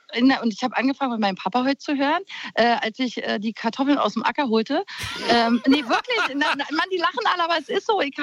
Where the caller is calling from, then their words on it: Werder, Brandenburg, Germany; Werder. Die Blütenstadt.